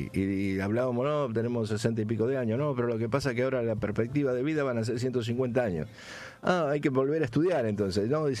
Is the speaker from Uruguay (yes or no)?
no; Pergamino, Buenos Aires Province, Argentina; moved away; medio coterráneos en un momento, por eso soy de Pergamino, yo también vengo de allá.